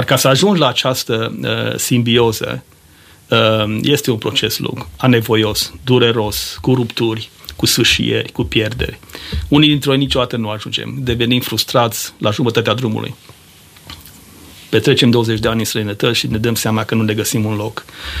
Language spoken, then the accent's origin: Romanian; Maramureș County, Romania; moved away; dar am plecat de mult timp din România și de acasă, din Maramureș.